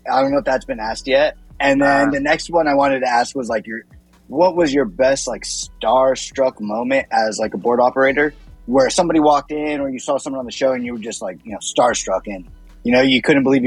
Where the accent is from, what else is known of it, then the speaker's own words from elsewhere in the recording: Fullerton, California, United States; Again, like I said, I'm from Fullerton